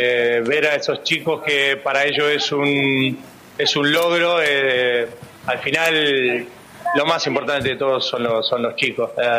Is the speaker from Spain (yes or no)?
no; Argentina; creo que nosotros como argentinos tenemos que reconocer a veces que el rival juega